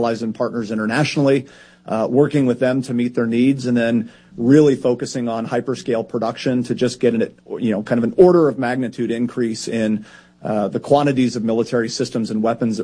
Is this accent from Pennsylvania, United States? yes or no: yes; Philadelphia, Pennsylvania, United States; I did not have the pleasure of growing up in Ohio. I grew up in Philadelphia. Dad is from Cincinnati, so not a Browns fan.